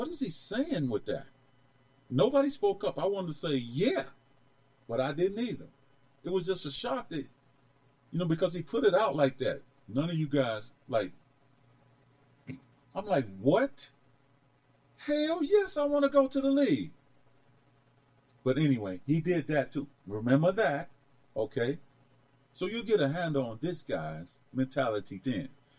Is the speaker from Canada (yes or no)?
no; United States; Because I'm from Carolina.